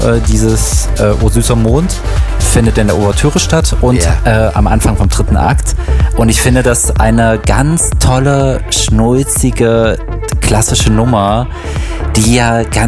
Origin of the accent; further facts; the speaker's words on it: Dessau, Saxony-Anhalt, Germany; Da habe ich in meiner Heimatstadt in Dessau am Theater mitgespielt.